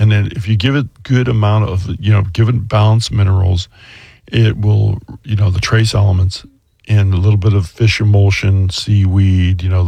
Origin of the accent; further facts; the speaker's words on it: California, United States; moved away; I'm from California originally, and we grew Bermuda lawns